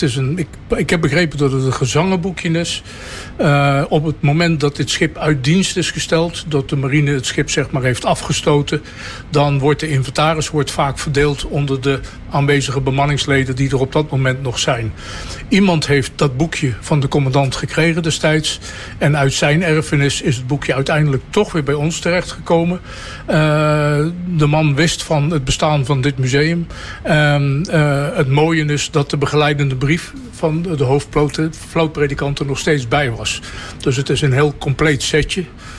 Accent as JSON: {"language": "Dutch", "country": "Netherlands", "said": "We zijn Nederlanders, dus we proberen zo zuinig mogelijk te zijn met alles."}